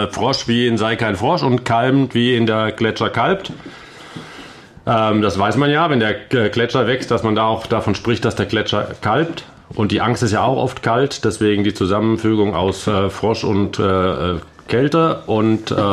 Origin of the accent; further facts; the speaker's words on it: Southern Germany, Germany; wir kommen eigentlich aus dem Süden.